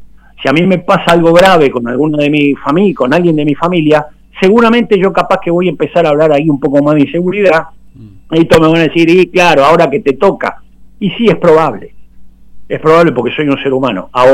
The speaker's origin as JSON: {"language": "Spanish", "town": "General Rodríguez", "region": "Buenos Aires Province", "country": "Argentina", "said": "nos afecta a nosotros como rodriguense, como bonaerense y como argentino"}